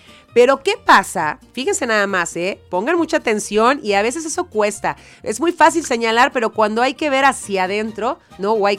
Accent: Mexico; Nos encanta festejar el ser mexicanos porque somos tanto como mexicanos.

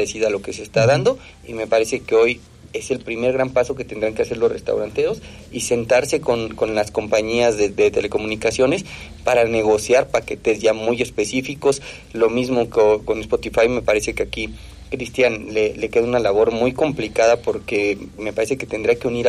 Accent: Mexico

